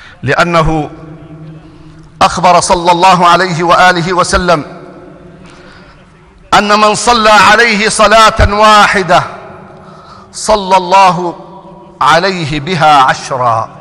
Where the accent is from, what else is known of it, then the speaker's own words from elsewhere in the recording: Jordan; احفظ بلدنا الأردن